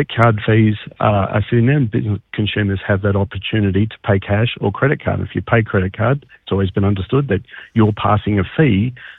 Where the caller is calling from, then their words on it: Canberra, Australian Capital Territory, Australia; Good morning, Katie. I'm calling in from Canberra.